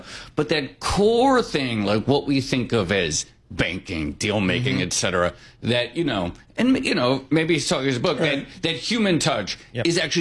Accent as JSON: {"language": "English", "region": "New York", "country": "United States", "said": "I'm a New Yorker. I've lived here."}